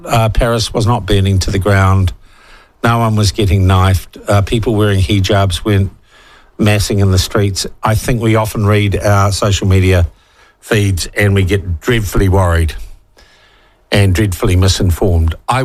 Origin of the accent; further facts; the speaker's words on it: New Zealand; Yeah, we're like Australians, but the nice ones. I'm a New Zealander.